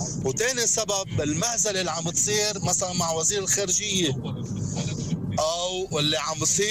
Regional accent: Lebanon; نحن كشعب لبناني مش قبضينا جد بعد القصة يا خيي

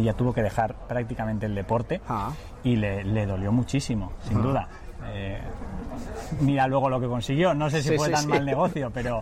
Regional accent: Basque Country, Spain; tan nuestro además, tan vasco

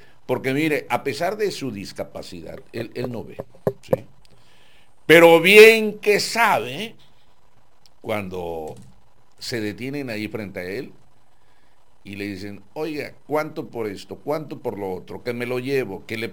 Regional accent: Jalisco, Mexico; now in Tijuana, Mexico; quebramuelas, le decían en mi pueblo. Allá en Jalisco

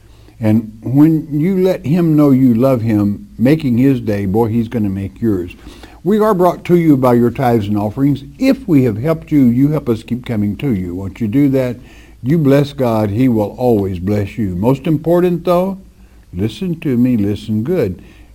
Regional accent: Tennessee, United States; My wishes are to have my ashes scattered in a place of my choosing in my home state of Tennessee.

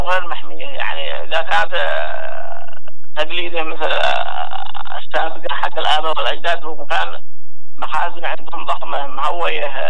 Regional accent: Yemen; يعني المزارعين خصوصا عندنا في اليمن يكون تبادل بينهم في البذور

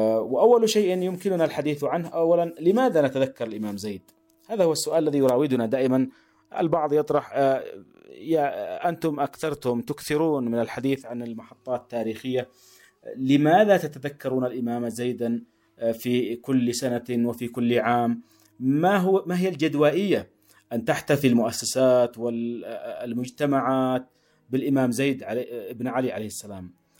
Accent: Yemen; نحن نرى اليوم من خلال مظلوميتنا وما نعانيه كيمنيين

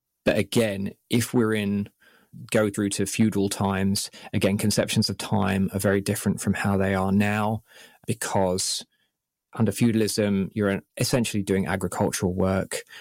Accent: England, United Kingdom

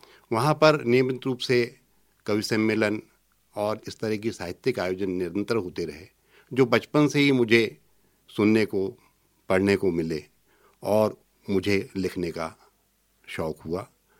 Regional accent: Shivpuri, Madhya Pradesh, India; मैं शिवपुरी से हूँ

